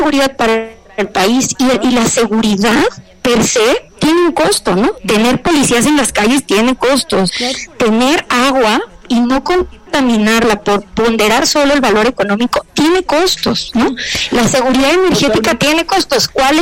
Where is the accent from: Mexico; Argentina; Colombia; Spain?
Mexico; ese es un valor que como mexicanos queremos propiciar